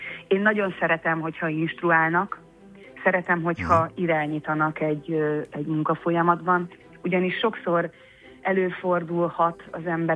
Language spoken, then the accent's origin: Hungarian; Debrecen, Hajdú-Bihar, Hungary; Debrecenben, a szülővárosomban